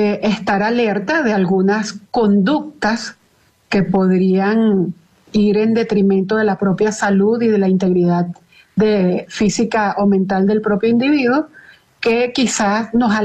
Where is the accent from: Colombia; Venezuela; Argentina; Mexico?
Venezuela; nosotros como venezolanos somos una población que de todo sacamos un chiste